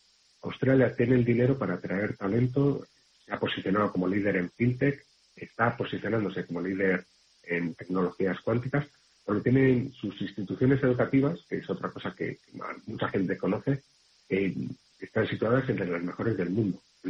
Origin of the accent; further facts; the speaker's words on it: Spain; Pues yo, mi sueño como español medio australiano, es que permita acercar dos países que estamos condenados a entendernos.